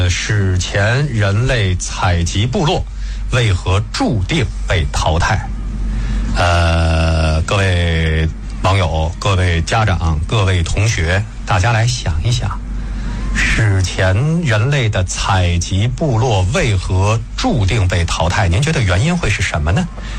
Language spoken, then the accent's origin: Chinese; China; 所以我们中国人的祖训为什么不要涸泽而渔啊？